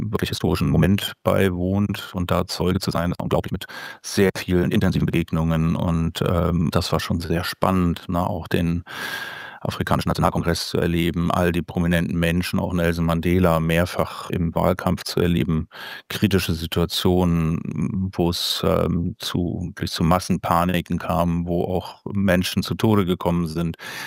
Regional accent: East Germany, Germany; das ich so in der Grunddimension auch als Ostdeutscher wirklich mit der Wende in Ostdeutschland verglichen habe

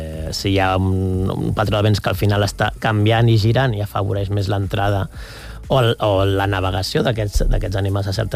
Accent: Catalonia, Spain; jo que sóc del Maresme

